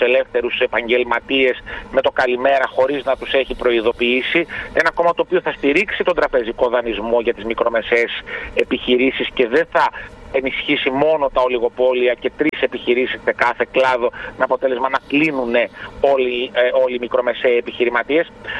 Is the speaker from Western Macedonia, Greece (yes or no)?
no; Thessaloniki, Central Macedonia, Greece; Εγώ, όπως ίσως γνωρίζετε, είμαι Θεσσαλονικιός, έζησα όλη τη ζωή μου στην Θεσσαλονίκη και μάλιστα σε διάφορες περιοχές της Θεσσαλονίκης και ανατολικά και δυτικά.